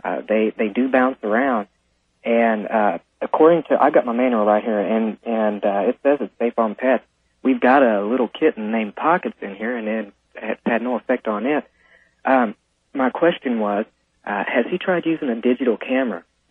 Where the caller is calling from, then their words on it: Evansville, Indiana, United States; I'm calling from Evansville, Indiana.